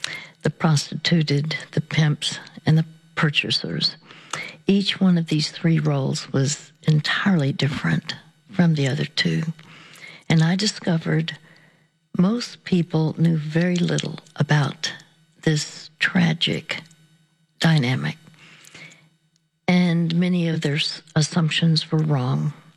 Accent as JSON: {"language": "English", "town": "Dallas", "region": "Texas", "country": "United States", "tie": "born or raised there", "said": "my hometown of Dallas, Texas."}